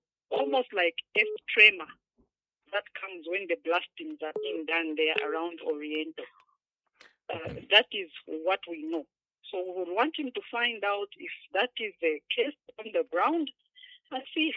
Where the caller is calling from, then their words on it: Lusaka, Lusaka Province, Zambia; I am calling you from Kablonga, but I am a resident of Makeni.